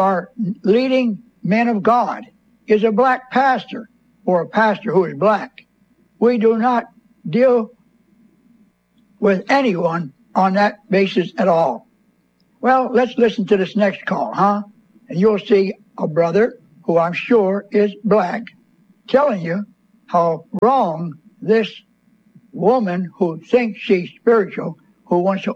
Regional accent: Bethlehem, Pennsylvania, United States; born there; I am not from South Carolina. I was born in Bethlehem, Pennsylvania.

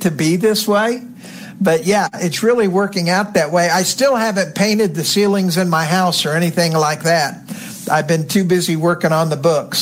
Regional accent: Florida, United States; moved away; I grew up in Florida

